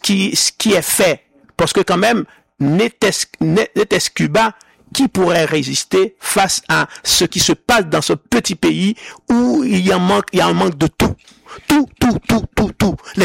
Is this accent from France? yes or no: no; Haiti; Bon, en fait, en tant qu'haïtien intéressé à la chose, je connais ça.